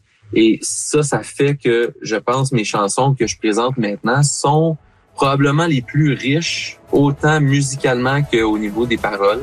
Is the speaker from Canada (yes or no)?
yes; Gatineau, Quebec, Canada; also born or lived in Ottawa, Ontario; now in British Columbia, Canada; Moi, je suis né à Ottawa. Mon père vient de Sudbury, grande famille franco-ontarienne. Okay. Ma mère vient de la rive sud de Montréal, donc famille francophone. Mais pour ma part, d'avoir grandi à Gatineau